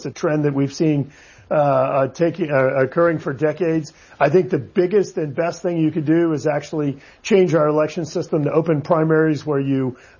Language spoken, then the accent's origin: English; Louisiana, United States; My home state of Louisiana, up until recently, we always had an open primary